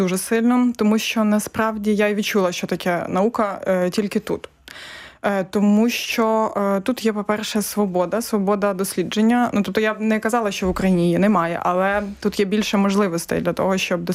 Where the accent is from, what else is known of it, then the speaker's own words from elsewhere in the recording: Lutsk, Volyn Oblast, Ukraine; moved away; я з Луцька, я село Руда, звідки моя бабуся